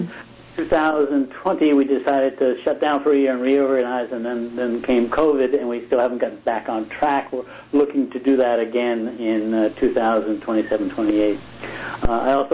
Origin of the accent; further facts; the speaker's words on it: Boston, Massachusetts, United States; now in Santa Cruz, United States; Yeah, I grew up in and around Boston area.